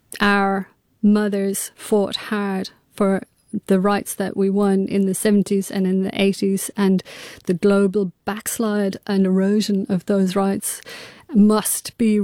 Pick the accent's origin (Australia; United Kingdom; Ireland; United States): Ireland; growing up in Southern Ireland